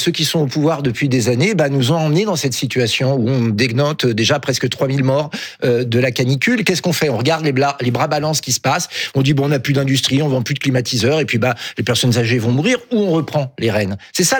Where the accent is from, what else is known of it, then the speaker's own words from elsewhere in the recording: Grand Est, France; je viens de Moselle